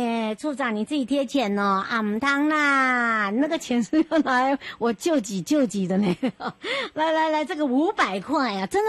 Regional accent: East Taiwan, Taiwan; 再一次陪着大家啪啪照，回到我的故乡花东纵谷秋游。

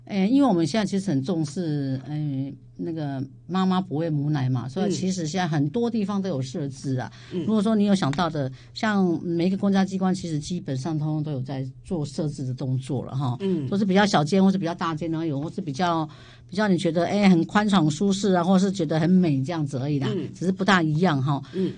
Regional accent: Taiwan; 因为我们台湾人比较保守嘛

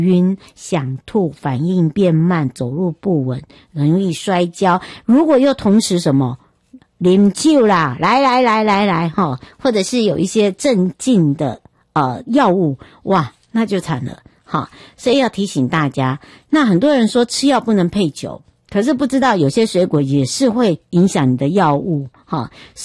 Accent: Taiwan; moved away; 要回到我的故乡花东纵谷

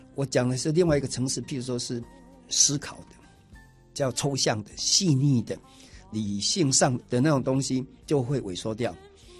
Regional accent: Taiwan; first language Taiwanese Hokkien; Chinese is a second language; 可是我的母语是台语啊

